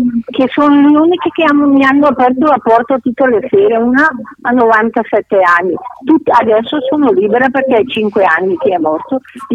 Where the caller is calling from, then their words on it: Cazzago San Martino, Lombardy, Italy; Chiamo di Cazzago.